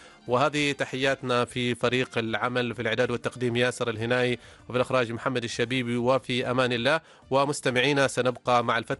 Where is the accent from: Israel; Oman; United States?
Oman; وكذلك رطب عندنا في عمان.